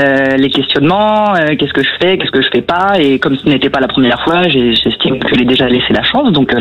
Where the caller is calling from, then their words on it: Île-de-France, France; moi, je viens de Seine-et-Marne.